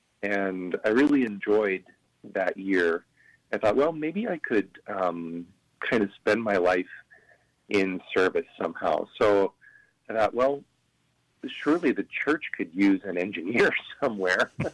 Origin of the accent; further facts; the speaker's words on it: Pasco, Washington, United States; I was born and raised in Pasco, Washington, and so I grew up in St. Patrick Parish, which is now the largest parish in the diocese. I'm the youngest of seven